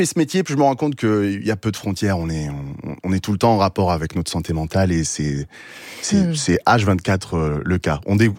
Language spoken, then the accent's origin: French; Angoisse, Nouvelle-Aquitaine, France; Ouais, j'ai grandi à Angoisse.